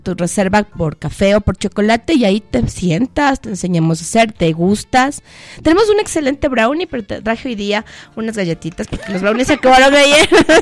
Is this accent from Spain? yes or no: no; Ecuador; tenemos un excelente café como ecuatorianos